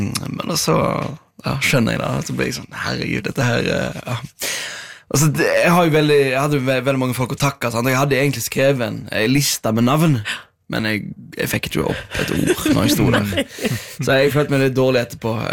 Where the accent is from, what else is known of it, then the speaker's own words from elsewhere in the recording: Stord, Vestland, Norway; now in Oslo, Norway; Jeg var hjemme på Stord.